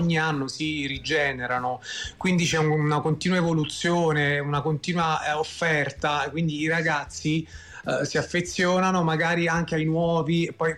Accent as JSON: {"language": "Italian", "region": "Campania", "country": "Italy", "said": "io sono campano, quindi noi cantanti campani, napoletani"}